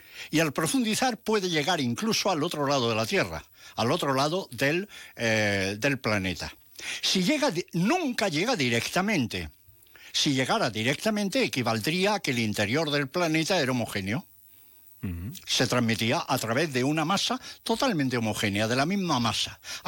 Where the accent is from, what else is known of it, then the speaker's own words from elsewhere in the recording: Cástaras, Andalusia, Spain; mi pueblo era Cástaras, es Cástaras